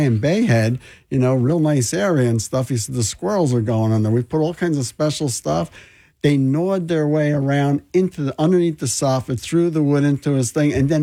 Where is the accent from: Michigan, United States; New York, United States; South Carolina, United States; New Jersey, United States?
New Jersey, United States; moved away as an adult; now in South Jersey, United States; I'm from North Jersey, I moved to South Jersey or the shore area about 30 years ago.